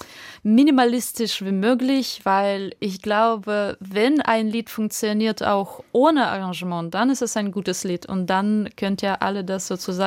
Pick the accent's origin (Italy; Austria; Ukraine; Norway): Ukraine